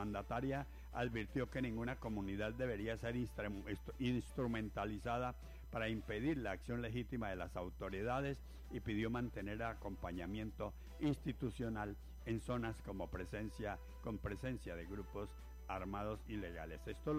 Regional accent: Colombia

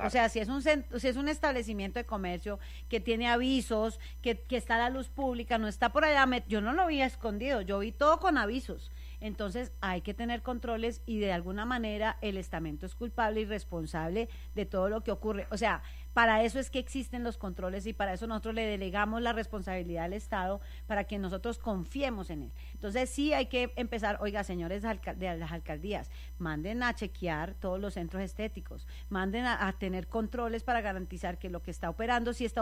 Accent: Cali, Valle del Cauca, Colombia

